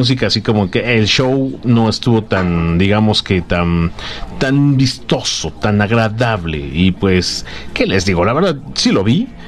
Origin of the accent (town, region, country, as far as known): Mexico